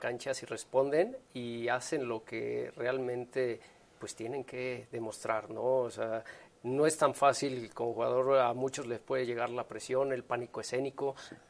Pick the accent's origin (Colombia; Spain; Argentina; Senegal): Spain; Catalonia; Sí, somos sí, catalanes. Independientes, ¿no?